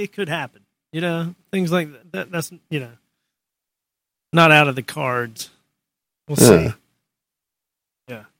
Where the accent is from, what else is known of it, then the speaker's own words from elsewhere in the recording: Jamestown, North Carolina, United States; So I moved from Greensboro area of North Carolina, Jamestown to be specific. Or even High Point, all those areas, to Carolina Beach to go to UNC Wilmington